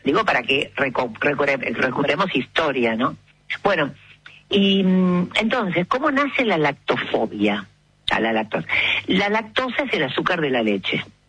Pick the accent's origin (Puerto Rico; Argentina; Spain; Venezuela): Argentina; yo hablo de Argentina porque a mí me interesa mi gente.